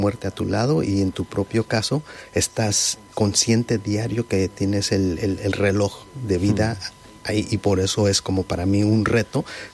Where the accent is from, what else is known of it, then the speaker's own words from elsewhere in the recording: Mexico; born there; moved away; also born or lived in Chicago; yo nací en México, católico, apostólico. Cuando me llevan a Chicago